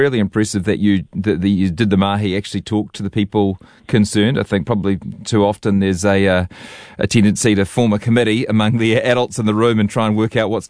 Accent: Hamilton, Waikato, New Zealand; my hometown of Hamilton

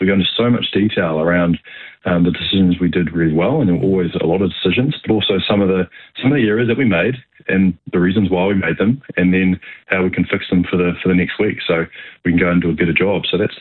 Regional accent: New Zealand; growing up in New Zealand, we grew up this sport.

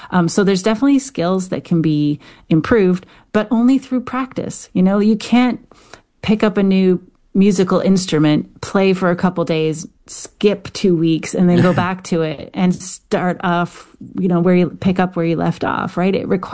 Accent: Canada; accent: Canadian; just with my funny Canadian accent.

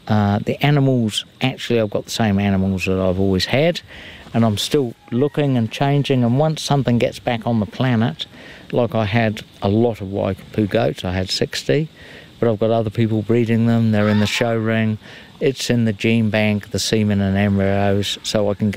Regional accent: United Kingdom; now in New Zealand; I was brought up in Great Britain, and I was lucky enough we had a school farm.

